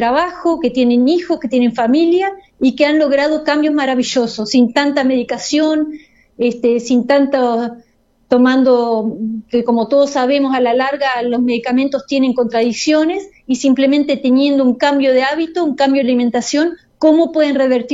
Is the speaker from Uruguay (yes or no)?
yes; Montevideo, Uruguay; Yo, si bien soy de Montevideo, vivo en Montevideo